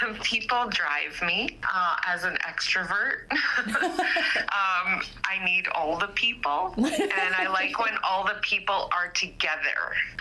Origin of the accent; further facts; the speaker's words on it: Hay River, Northwest Territories, Canada; now in Fort Smith, Canada; And I was born and raised in Hay River, and I moved to Fort Smith when I was 19, fresh out of high school for a job. And so I have been in Fort Smith now for 32 years